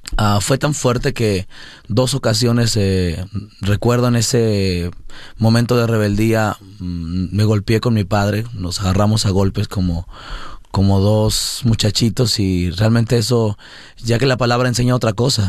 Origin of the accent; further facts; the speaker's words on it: San Luis Potosí, Mexico; moved away; also born or lived in Mexico City; Yo soy originalmente del DF, Distrito Federal, pero nosotros nos criamos más en San Luis Potosí, lo que hacemos normalmente es decir que somos de San Luis Potosí, que ahí fue donde nosotros crecimos.